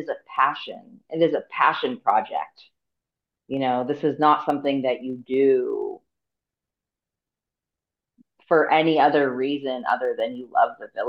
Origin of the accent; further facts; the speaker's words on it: Pacifica, California, United States; Well, I'm from the Bay Area, right? I grew up in the Bay Area. I grew up in a little town called Pacifica, California. We have a beach called Lindomar Beach. And I grew up basically in a place called Pedro Point.